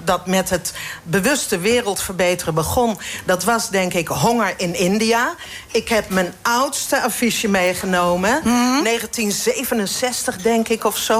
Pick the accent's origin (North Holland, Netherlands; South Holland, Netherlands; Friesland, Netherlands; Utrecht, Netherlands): South Holland, Netherlands; Delft; Ik ben in Delft opgegroeid, zat in Rijswijk op school.